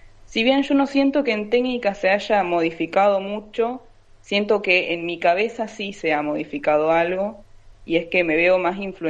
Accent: Concordia, Entre Ríos, Argentina; yo vengo de Concordia, que estamos ahí nomás del río Uruguay, tenemos mucha influencia de todo lo que es el río y demás

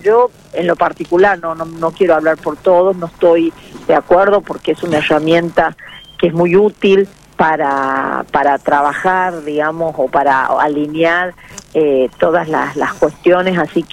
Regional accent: La Rioja, Argentina; nosotros como riojanos

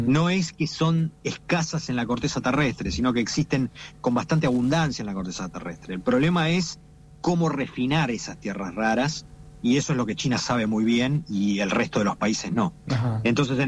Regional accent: Argentina

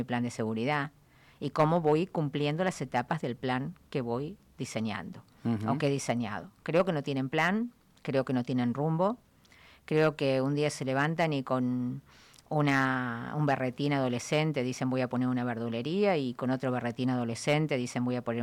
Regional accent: Río Gallegos, Santa Cruz, Argentina; Yo soy una ciudadana de Río Gallegos.

